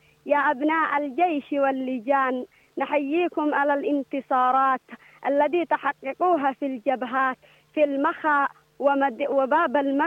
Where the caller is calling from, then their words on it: Al Hudaydah, Yemen; من الحديدة.